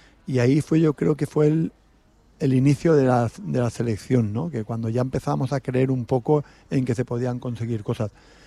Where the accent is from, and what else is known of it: Spain